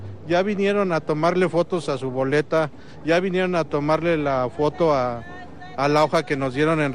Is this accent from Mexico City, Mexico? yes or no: no; Chalco, State of Mexico, Mexico; Nosotros venimos de Chalco, del Estado de México.